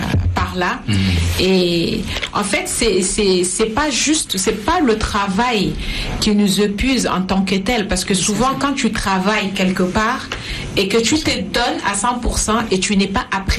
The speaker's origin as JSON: {"language": "French", "country": "Chad", "also_born_or_lived": "United States / Senegal", "moved": "yes", "lives_now": "France", "said": "j'ai vécu 13 années de ma vie à l'extérieur du Tchad, dont 9 années aux États-Unis, et quand je suis rentrée"}